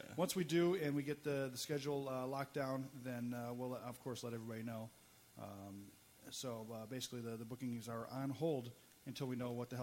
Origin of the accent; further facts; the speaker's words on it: Midwest, United States; We're from the Midwest. We don't have accents.